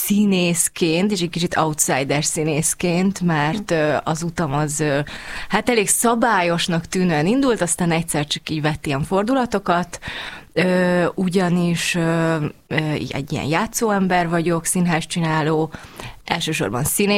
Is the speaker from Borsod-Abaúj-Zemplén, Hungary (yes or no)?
no; Záhony, Szabolcs-Szatmár-Bereg, Hungary; moved away as an adult; now in Budapest, Hungary; a szülővárosomról, Záhonyról, ahonnan származom.